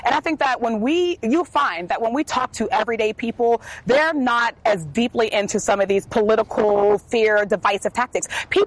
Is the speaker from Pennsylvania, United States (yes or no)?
yes; Pennsylvania, United States; Listen, I come from Western Pennsylvania.